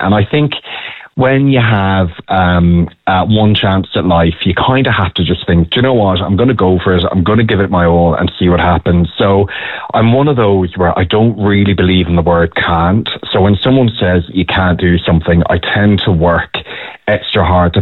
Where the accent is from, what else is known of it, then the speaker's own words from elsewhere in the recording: Ireland; So growing up in Ireland as a closeted gay guy, I guess, way back when, I just came to terms with the fact that I'd never be a dad